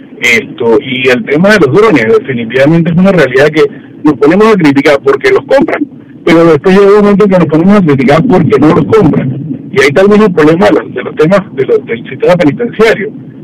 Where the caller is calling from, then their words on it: Panama; nosotros como panameños